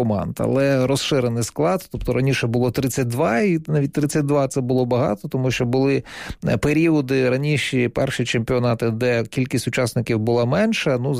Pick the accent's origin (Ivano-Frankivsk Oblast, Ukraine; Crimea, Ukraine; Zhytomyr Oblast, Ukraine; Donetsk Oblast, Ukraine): Donetsk Oblast, Ukraine; Donetsk; Я з Донецька, тому, друзі, я думаю, що ви навіть з однієї спроби можете вгадати, за яку футбольну команду я все життя вболіваю.